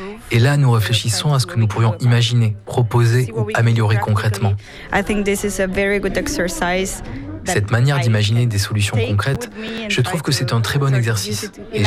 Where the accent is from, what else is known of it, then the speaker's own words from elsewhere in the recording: Italy; French is a second language; je viens d'Italie.